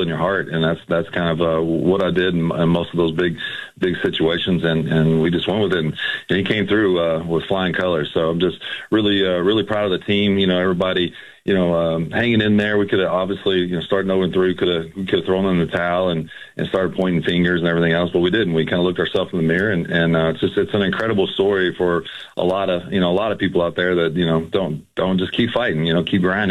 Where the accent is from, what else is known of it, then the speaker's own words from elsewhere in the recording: Louisville, Kentucky, United States; So I grew up in Louisville, so if I win or I lose, I'm still gonna live in that city.